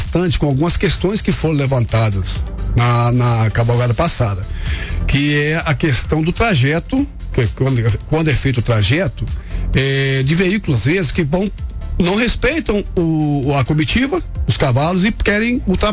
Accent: Jaguaraçu, Minas Gerais, Brazil; a pessoa passar lá na minha cidade, na nossa cidade

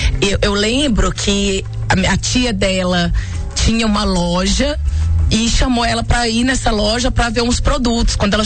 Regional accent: Timóteo, Minas Gerais, Brazil; Sou de Timóteo, natural de Timóteo.

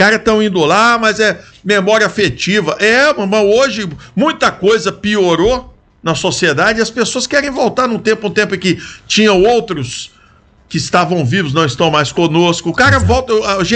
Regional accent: Coronel Fabriciano, Minas Gerais, Brazil; eu olho para a Rua Paraná, lá onde eu fui criado, no Caladinho de Baixo, que eu morei nas duas Paranás

